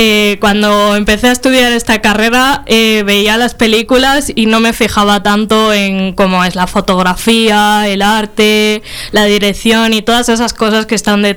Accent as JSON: {"language": "Spanish", "town": "Palencia", "region": "Castile and León", "country": "Spain", "said": "como soy de Palencia, al final me pilla muy cerca de casa, este sitio."}